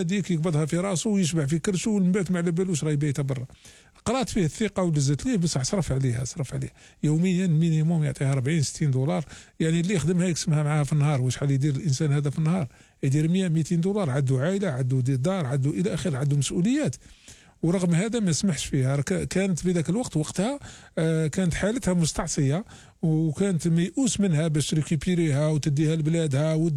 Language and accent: Arabic; Algeria; وحنا جزائريين